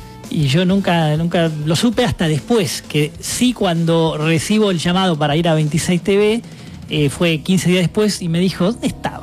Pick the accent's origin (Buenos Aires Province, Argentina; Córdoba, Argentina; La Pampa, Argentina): La Pampa, Argentina; Doblas; moved away; also born or lived in Buenos Aires; me vengo acá el fin de semana a pasar con mi familia en Doblas, yo soy de Doblas.